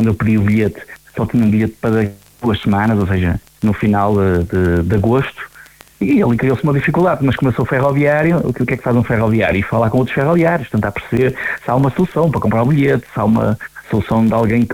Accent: Paredes, Porto, Portugal; Paredes porque é a minha terra e é a estação onde eu comecei a gostar de comboios, foi a estação onde eu comecei a ir pela primeira vez muito novo, com 4, 5 anos com a minha mãe, ao Porto

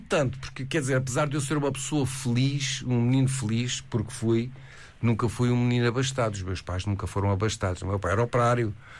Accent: Barreiro, Setúbal, Portugal; born there; Eu faço 67 anos, portanto, eu quando nasci, o Barreiro era uma vila.

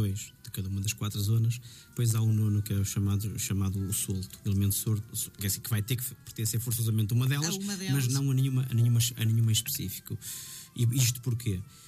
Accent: Norte, Portugal; eu que sou de Água Nova

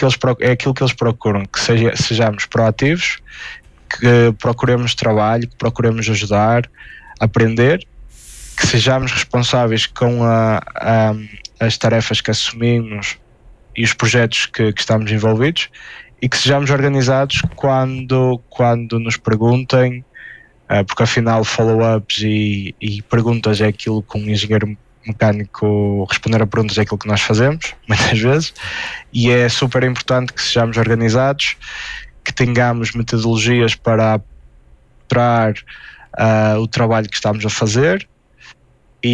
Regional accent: Ponte de Lima, Norte, Portugal; eu, que sou de Ponte Lima

